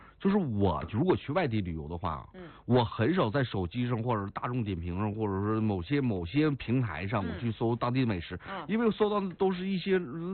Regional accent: Huadian, Jilin, China; 咱们作为画店的一份子

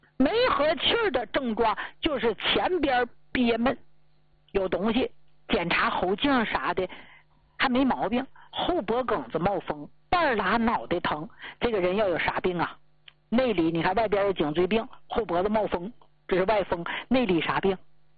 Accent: Northeast China, China; 所以为啥出去咱们东北人，黑龙江、吉林、辽宁、内蒙啊，这都咱们东北人吗？

